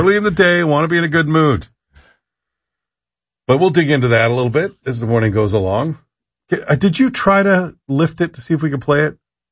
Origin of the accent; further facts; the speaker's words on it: Canada; I hated everything about it as a Canadian. Everything about that moment.